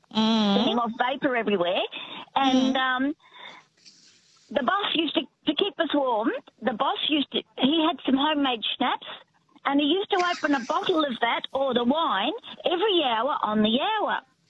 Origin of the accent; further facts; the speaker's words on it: Ballarat, Victoria, Australia; also born or lived in Indonesia; I grew up in Ballarat, but I grew up with an intolerance of the cold. I've escaped it. And I lived in Indonesia for 5 years.